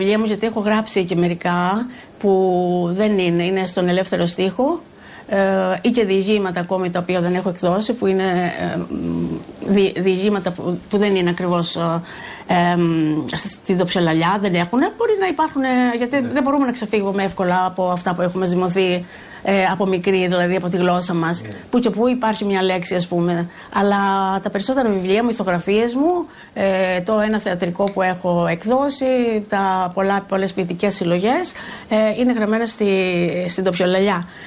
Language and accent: Greek; Ziros, Crete, Greece; moved away as an adult; από τις ιστορίες που άκουγα από τα μικράτα μου μέχρι 22 χρόνια που έφυγε από το χωριό μου τη Ζήρο.